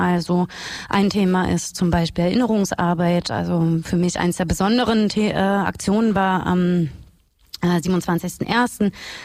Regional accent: Brandenburg, Germany; bin eigentlich Brandenburgerin und bin aber auch in so einer kleinen Stadt wie diese hier aufgewachsen.

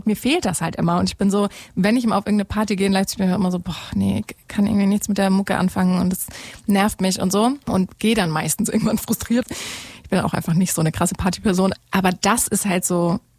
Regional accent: West Germany, Germany; Und eine Person ist aus dem Osten, ich bin aus dem Westen und eine Person kommt eben aus Berlin.

